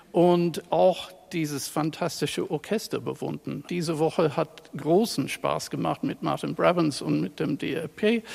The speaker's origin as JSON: {"language": "German", "town": "Brisbane", "region": "Queensland", "country": "Australia", "tie": "born or raised there", "said": "wohnte dann nicht in einer Großstadt, sondern ein bisschen nördlich von meiner Heimatstadt Brisbane an der Küste."}